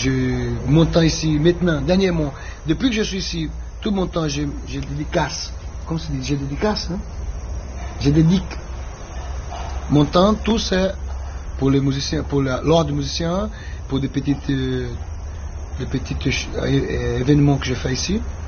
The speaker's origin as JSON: {"language": "French", "town": "Coari", "region": "Amazonas", "country": "Brazil", "moved": "as an adult", "lives_now": "Manaus, Brazil", "said": "Moi, je viens de Kouari. C'est un petit village, à peu près 500 km d'ici, dans la jungle."}